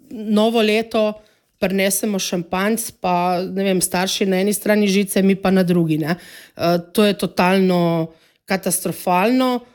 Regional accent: Ilirska Bistrica, Littoral–Inner Carniola, Slovenia; Še kot mladostniki smo iz Ilirske Bistrice vedno hodili v reko, v Opatijo, zvečer na kavo, na sprehod, na morje.

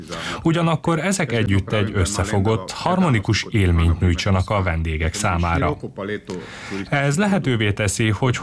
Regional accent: Lendava, Mura, Slovenia; úgy éreztem, hogy szeretnék visszatérni a szülővárosomba

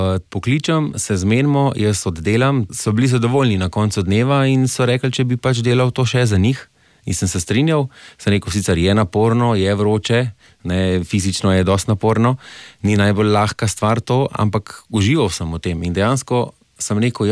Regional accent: Ljubljana, Central Slovenia, Slovenia; prihajam iz Ljubljane.

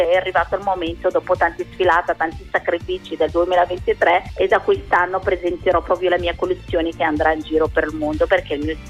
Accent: Rabat, Rabat-Salé-Kénitra, Morocco; now in Italy; Io sono nata a Rabat, nella capitale del Marocco, è una città meravigliosa

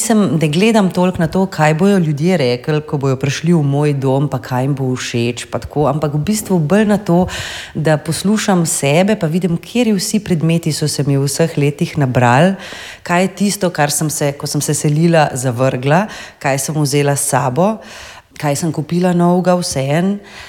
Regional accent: Ljubljana, Central Slovenia, Slovenia; Rodila sem se tudi v Stari Ljubljani, na Gosposki, pravzaprav od otroštva živim v starem delu mesta in sem zelo navezana na njega

